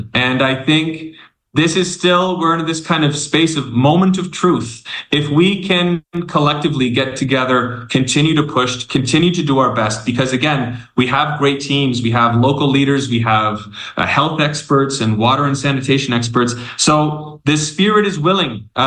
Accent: Canada; now in Democratic Republic of the Congo; I'm a Canadian in the DRC.

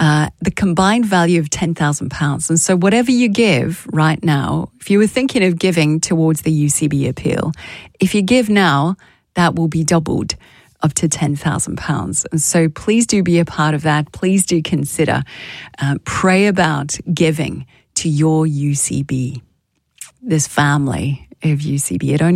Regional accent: South Africa; born there; I was born in South Africa

